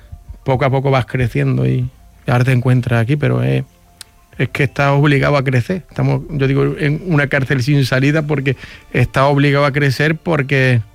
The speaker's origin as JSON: {"language": "Spanish", "town": "Palma del Río", "region": "Andalusia", "country": "Spain", "lives_now": "Málaga, Spain", "said": "originariamente somos de Palma del Río, de Córdoba."}